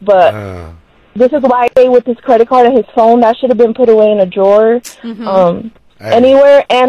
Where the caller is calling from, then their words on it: Silicon Valley, California, United States; I'm from Silicon Valley.